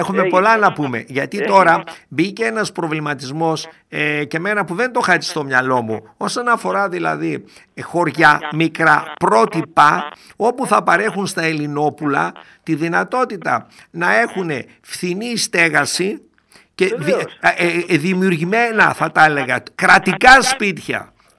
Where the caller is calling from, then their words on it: Doirani, Central Macedonia, Greece; από το χωριό μου, μένα από τη Δοϊράνη που λέμε στην Θεσσαλονίκη, που είναι 70 χιλιόμετρα